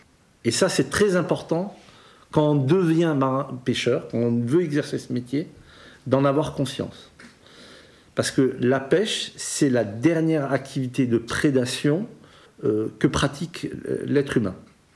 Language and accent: French; Algeria; now in France; Quand je suis parti d'Algérie